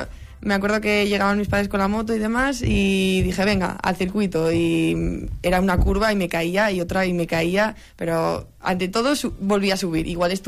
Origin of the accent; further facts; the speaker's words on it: Andorra, Aragon, Spain; Soy de Andorra, Teruel